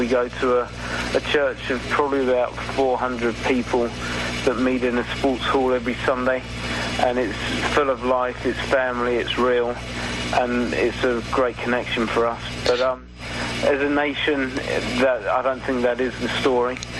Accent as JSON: {"language": "English", "town": "Rustington", "region": "South East England", "country": "United Kingdom", "said": "Yeah, we're all from a little town on the south coast of England called Rustington. Mm-hmm. And we all live within about 5 minutes walking distance of each other. It's a little seaside village which no one even in England has heard"}